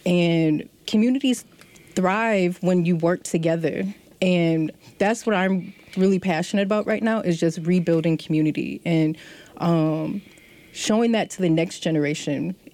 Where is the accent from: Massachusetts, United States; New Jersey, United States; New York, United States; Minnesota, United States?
Minnesota, United States; Saint Paul; Growing up in Rondo